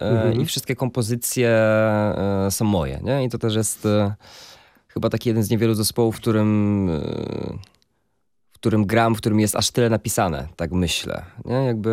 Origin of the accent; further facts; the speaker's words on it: Kalisz, Greater Poland Voivodeship, Poland; now in Gdańsk, Poland; Ja jestem z Kalisza, ale mieszkam w Gdańsku już od jakichś 7 lat teraz.